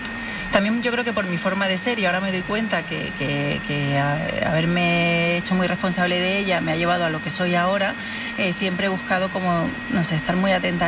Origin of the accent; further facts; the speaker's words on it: Almería, Andalusia, Spain; moved away as an adult; now in Madrid, Spain; yo estudié en Almería, soy de Almería, perdón, quizá me podría haber ido a estudiar fuera, pero bueno, nos quedamos allí, también hablo por mi hermana Carmen, y luego sí que me vine a Madrid, vine a hacer un máster a Madrid